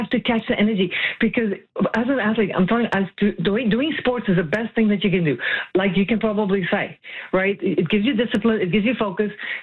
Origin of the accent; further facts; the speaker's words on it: South Africa; moved away; From South Africa, because I was born and raised in South Africa, right?